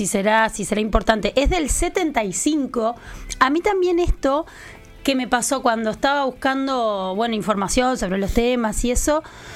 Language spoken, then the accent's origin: Spanish; Mercedes, Soriano, Uruguay; moved away as an adult; now in Montevideo, Uruguay; la mayoría de la gente sabe que yo soy del litoral, de la Coqueta de Luz